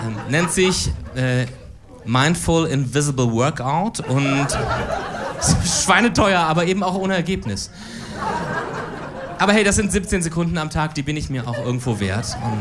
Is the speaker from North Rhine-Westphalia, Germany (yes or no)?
yes; Cologne, North Rhine-Westphalia, Germany; Ich musste mich jetzt, als Kölner, ich musste mich jetzt entscheiden